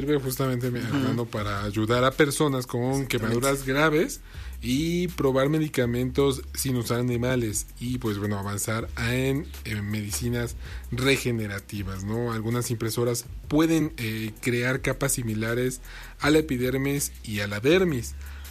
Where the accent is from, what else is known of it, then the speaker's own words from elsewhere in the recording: Mexico; uno como buen mexicano, la curiosidad le ganó.